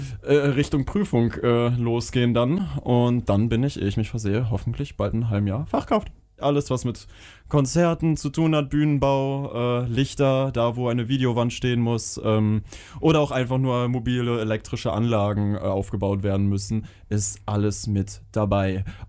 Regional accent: Rothenburg, Germany; moved away as an adult; now in Hanover, Germany; Richtig, ich bin in Hannover, weil ich dort bin für meine Ausbildung nach Hannover gezogen. Ich komme ja ursprünglich aus Rothenburg

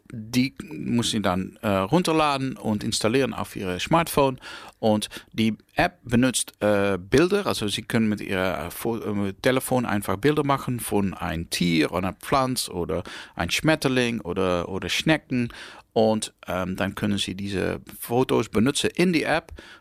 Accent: Netherlands; German is a second language; ich komme, wie Sie hören, komme ich aus Holland.

